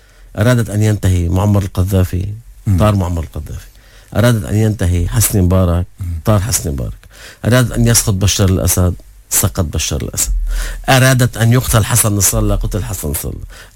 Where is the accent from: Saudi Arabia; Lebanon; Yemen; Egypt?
Lebanon; هذا لأنه سياديا أنا كلبناني سيادي أرفض أنه رئيس جمهوريتي يروح يعمل أي تنازل مع حدا محتلني